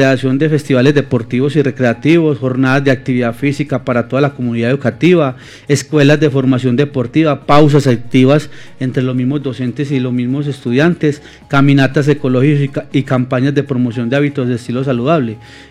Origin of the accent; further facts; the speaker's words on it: Gómez Plata, Antioquia, Colombia; yo vengo también de la zona norte, vengo del municipio de Gómez Plata.